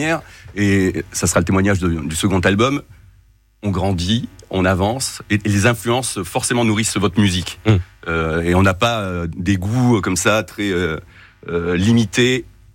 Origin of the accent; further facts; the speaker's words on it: Cannes, Provence-Alpes-Côte d'Azur, France; parce qu'on est de Cannes et vous n'imaginez pas à quel point on est proche puisqu'on est à un étage de différence.